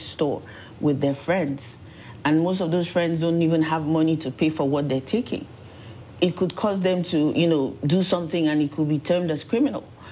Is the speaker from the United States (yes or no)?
no; Nigeria; born there; moved away; Okay, so I was born in Nigeria, and I grew up, you know, hanging out with my grandparents, my parents